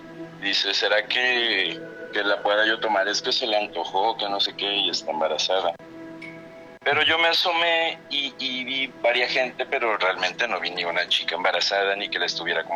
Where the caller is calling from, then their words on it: Veracruz, Mexico; Desde Tercero, Veracruz.